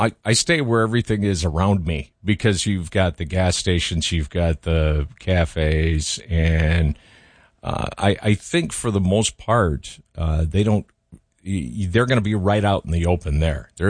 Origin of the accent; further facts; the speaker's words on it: Minnesota, United States; moved away; growing up in Minnesota